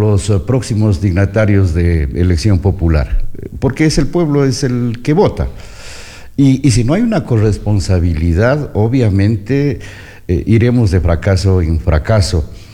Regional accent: Ecuador; Somos los ecuatorianos.

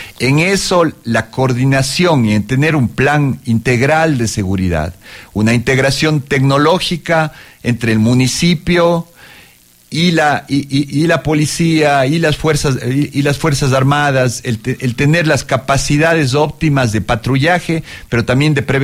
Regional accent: Cuenca, Azuay, Ecuador; lo que somos los cuencanos

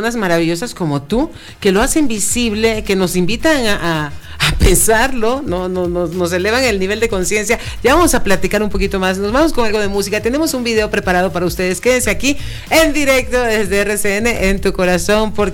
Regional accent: Panama; now in Ecuador; en realidad nosotros somos panameños, sin embargo ya tenemos una vida acá y tenemos raíces ecuatorianas también por mi papá, ¿no? Y de todas formas latinoamericanos.

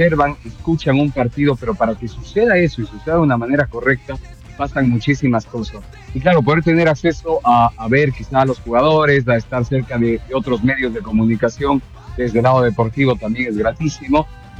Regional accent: Ecuador

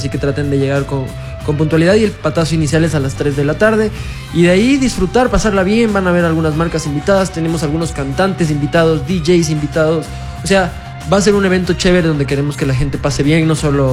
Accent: Ecuador; Nosotros como ecuatorianos

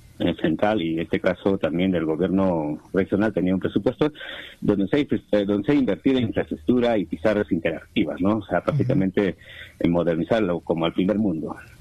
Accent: Moquegua, Peru; los colegas que somos de acá de Moquegua

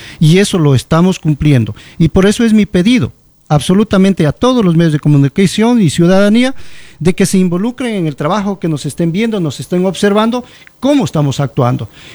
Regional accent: Zamora-Chinchipe, Ecuador; somos como provincia de Zamora Chinchipe.

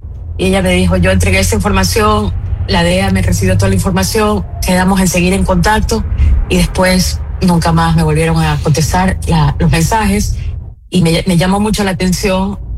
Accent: Ecuador

